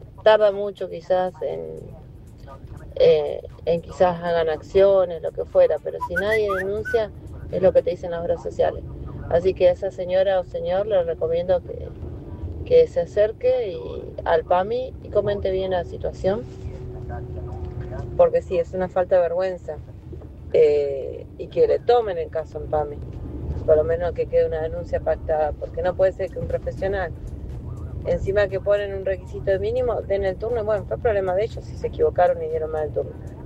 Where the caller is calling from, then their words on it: Cipolletti, Río Negro, Argentina; de Cipolletti.